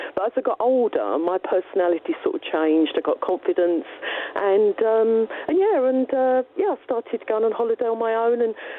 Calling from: Harwich, East of England, United Kingdom; I actually live in Harwich.

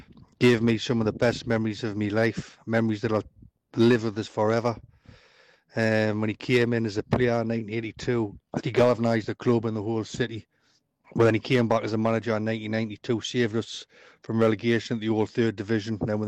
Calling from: Newcastle upon Tyne, North East England, United Kingdom; from Newcastle.

